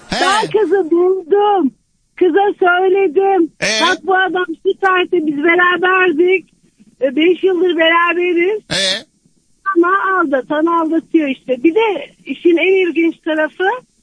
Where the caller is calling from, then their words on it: Antalya, Turkey; ben Antalya'dan.